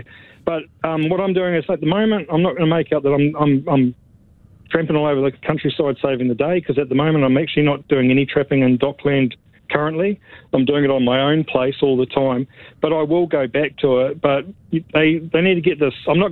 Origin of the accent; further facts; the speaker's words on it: North Island, New Zealand; I'm from the North Island.